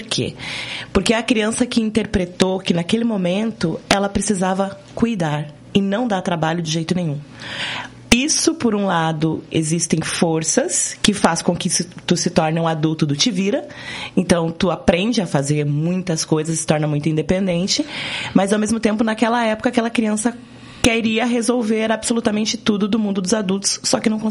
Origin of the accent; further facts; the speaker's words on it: Curitiba, Paraná, Brazil; Sou curitibana nata.